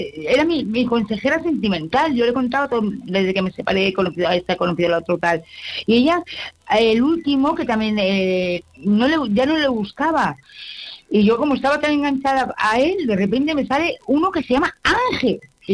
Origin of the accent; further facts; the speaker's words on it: Alicante, Valencian Community, Spain; yo soy de Alicante